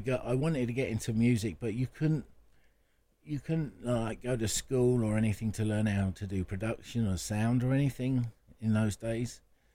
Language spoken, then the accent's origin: English; Luton, East of England, United Kingdom; born there; moved away; also born or lived in Lowestoft / London; I bumped around in a bunch of bands in London because I was born in Luton